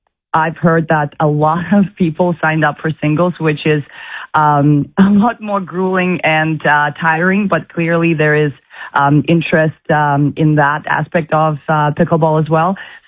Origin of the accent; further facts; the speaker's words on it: Kazakhstan; also born or lived in England; now in Regina, Canada; I am originally from Kazakhstan. I went to school in England. I met my husband in Europe and then decided to come out and visited him in Canada.